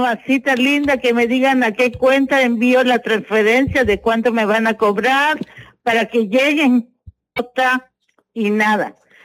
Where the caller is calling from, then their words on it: Tapachula, Chiapas, Mexico; soy de aquí de Tapachula.